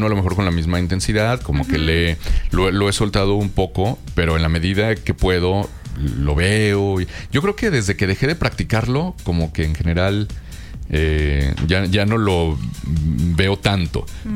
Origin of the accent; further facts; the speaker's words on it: Mexico; No, no, yo soy bien mexicano, me encanta ser mexicano.